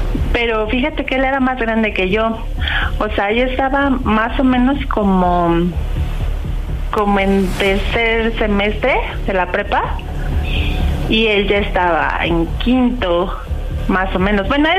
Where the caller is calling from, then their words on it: Mexico City, Mexico; Soy de aquí, de Ciudad de México.